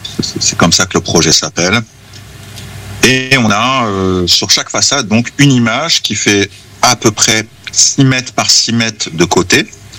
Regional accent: Évreux, Normandy, France; Absolument, j'ai grandi à la Madeleine.

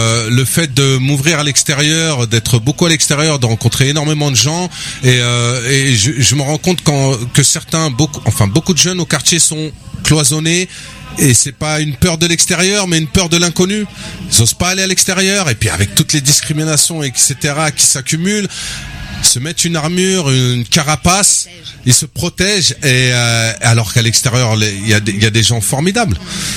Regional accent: Mantes-la-Jolie, Île-de-France, France; moi, je suis originaire de Mantes-la-Jolie, j'ai 45 ans. Donc un sacré passif à Mantes.

